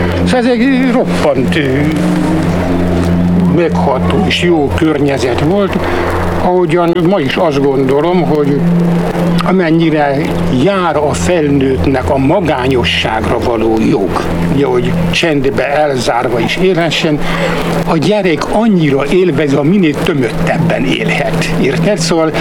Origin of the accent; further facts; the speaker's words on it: Felsőrácegres, Tolna, Hungary; messze első puszta az, ahol én születtem, Rátszeg, Felső Rátszegre, a Simon tornya és Sárszent Lőrinc között. Ott volt az apám urodalmi főgépész.